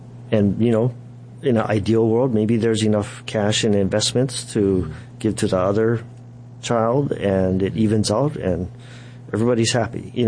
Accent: Hawaii, United States; I'm born and raised in Hawaii.

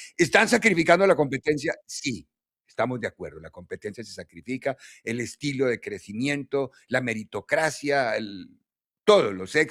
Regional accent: Colombia; moved away

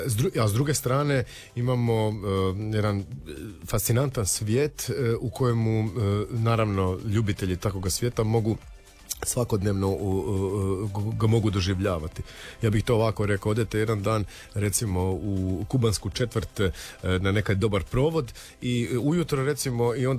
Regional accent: Croatia

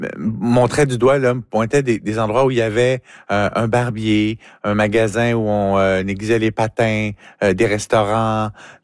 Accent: Quebec, Canada; chez nous, au Bas-Saint-Laurent

